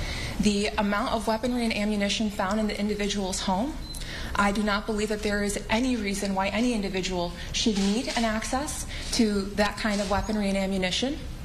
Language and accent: English; Palatine, Illinois, United States; But I'm originally from Palatine. That is where I was born and raised